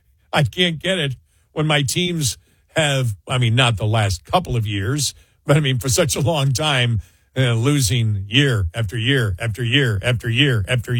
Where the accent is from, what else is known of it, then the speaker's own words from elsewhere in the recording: Buffalo, New York, United States; I used to go to NBA games when I was a kid, when I grew up in Buffalo